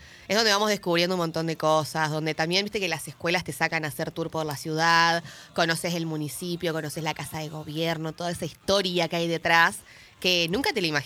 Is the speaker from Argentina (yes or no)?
yes; Argentina; soy orgullosamente argentina